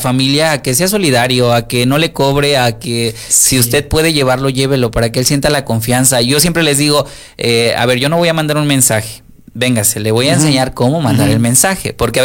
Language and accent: Spanish; Llanitos, Mexico; yo, por ejemplo, de donde soy, de Llanitos